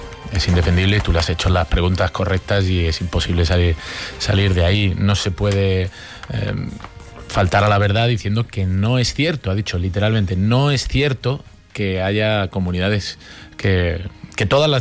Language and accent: Spanish; Andalusia, Spain; cuando tú le preguntabas por mi tierra, por Andalucía